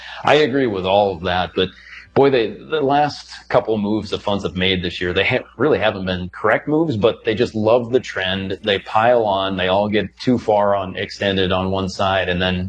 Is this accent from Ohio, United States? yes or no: no; South Dakota, United States; So was my home state of South Dakota. And, you know, I'm in the northeast corner.